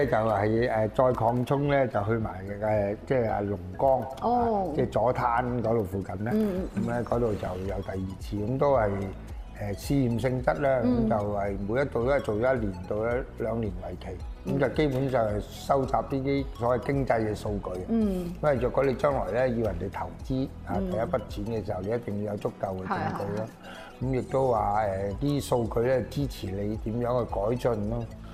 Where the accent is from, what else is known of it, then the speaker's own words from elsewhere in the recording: Foshan, Guangdong, China; 尤其是我們佛山人都是很順、很直的